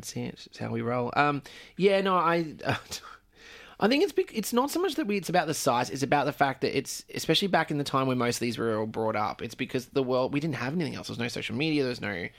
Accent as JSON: {"language": "English", "town": "Coffs Harbour", "region": "New South Wales", "country": "Australia", "moved": "yes", "said": "I'm from Coffs Harbour."}